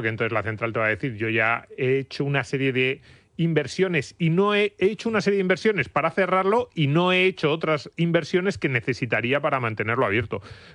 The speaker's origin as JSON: {"language": "Spanish", "town": "Almería", "region": "Andalusia", "country": "Spain", "said": "esto lo conozco muy bien, que yo soy de Almería, ya lo sabes"}